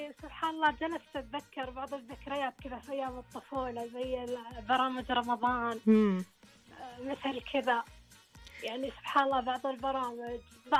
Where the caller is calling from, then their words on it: Khamis Mushait, Asir, Saudi Arabia; من خميس مساء بكلمك